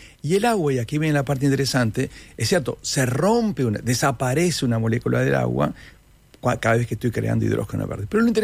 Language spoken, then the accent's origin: Spanish; Uruguay